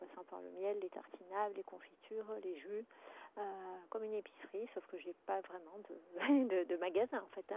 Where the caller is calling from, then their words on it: Auvergne-Rhône-Alpes, France; J'appelle de la Drôme.